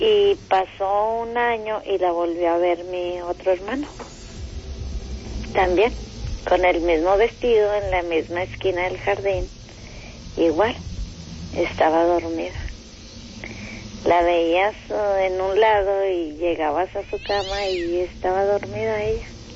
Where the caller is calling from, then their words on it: Monterrey, Nuevo León, Mexico; a nosotros nos pasó allá en Monterrey, yo soy de Monterrey